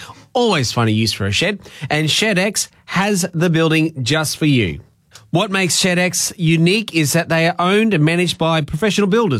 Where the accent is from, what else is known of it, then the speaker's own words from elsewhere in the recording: Middlemount, Queensland, Australia; It told me that from my hometown's Middlemount out in Western Queensland.